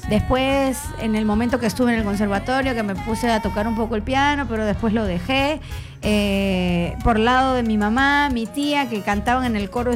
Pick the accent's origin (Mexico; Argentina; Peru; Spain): Peru; Tengo mi pedigrí, el apellido nomás, amigo, porque soy más peruana que la papa y un gallo.